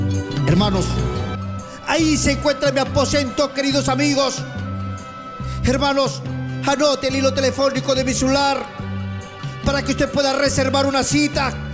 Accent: Huancabamba, Piura, Peru; now in San José de Sisa, Peru; Soy médico naturista, soy chamán, señores, de Huancabamba estoy viniendo.

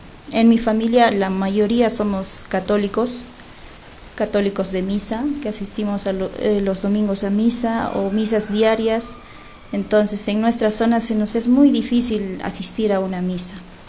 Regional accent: Estrella valley, Calca province, Cusco, Peru; por nosotros que somos de los valles. Yo soy del valle de Llanatile, de Estrella.

